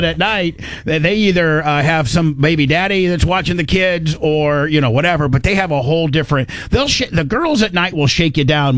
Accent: Indiana, United States; I come from Indiana.

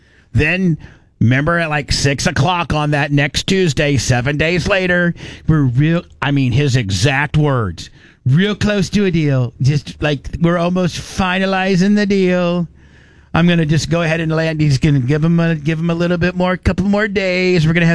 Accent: United States; as an American who wants what's best for our country

